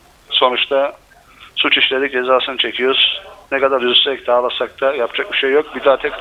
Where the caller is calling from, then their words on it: Aydın, Turkey; Aydın Açık'tan arıyorum da.